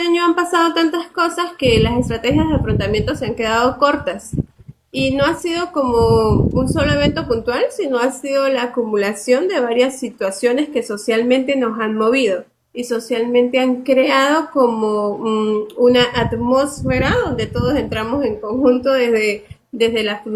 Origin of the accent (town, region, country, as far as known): Venezuela